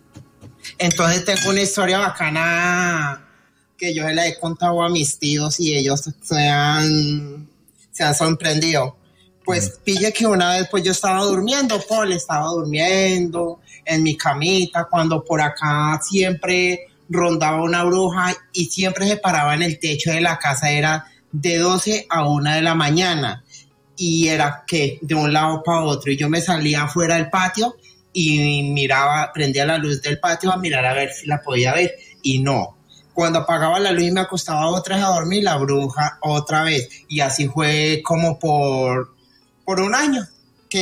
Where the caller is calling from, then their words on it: Tolima, Colombia; yo vivo en una vereda al norte del Tolima.